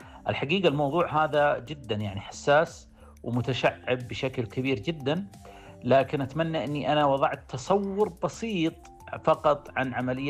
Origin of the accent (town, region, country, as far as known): Saudi Arabia